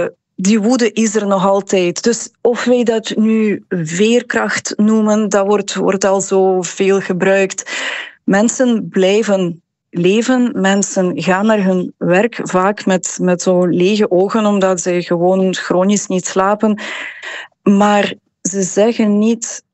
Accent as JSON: {"language": "Dutch", "country": "Ukraine", "second_language": "Dutch", "moved": "yes", "lives_now": "Belgium", "said": "en ik ben zelf een Oekraïense, inderdaad, ben al lang hier, maar met mijn vrienden daar"}